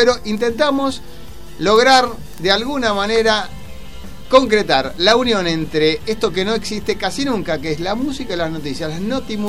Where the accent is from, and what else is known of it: Argentina